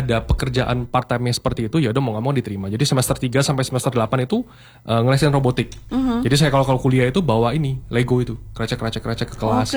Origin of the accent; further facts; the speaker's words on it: Jakarta, Indonesia; Jadi dulu itu saya ini kebetulan asli Jakarta.